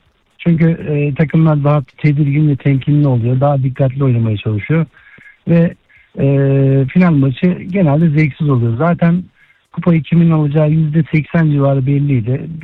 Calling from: Istanbul, Turkey; İstanbul'dan arıyorum.

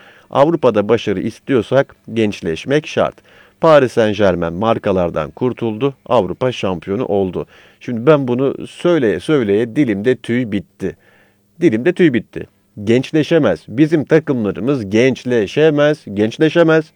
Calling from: İzmir, Turkey; Abi selamlar İzmir'den.

